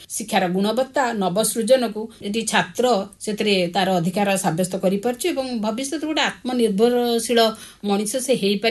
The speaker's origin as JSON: {"language": "Odia", "region": "Odisha", "country": "India", "tie": "born there", "said": "ସାହିତ୍ୟ କ୍ଷେତ୍ରରେ ଓଡ଼ିଶାର ଯେଉଁ ଅବଦାନ, ମୁଁ ସବୁବେଳେ ଗର୍ବ କରେ ଯେ ମୁଁ ଓଡ଼ିଶାରେ ଜନ୍ମ ହେଇଛି ବୋଲି।"}